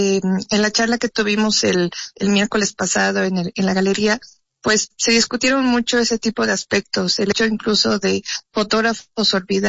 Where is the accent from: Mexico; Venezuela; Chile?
Mexico; born there; Yo te comento, soy boliviana, mexicana, uh-huh. Nací aquí en México, pero pues mis raíces son bolivianas.